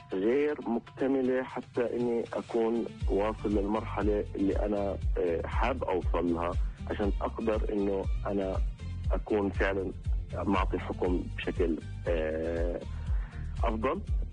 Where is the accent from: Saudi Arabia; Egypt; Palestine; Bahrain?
Palestine; now in Germany; إحنا كشعب فلسطيني